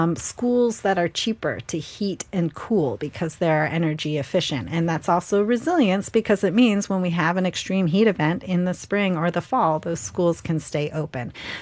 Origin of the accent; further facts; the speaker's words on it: Massachusetts, United States; I grew up in Massachusetts. I did not grow up in a house with air conditioning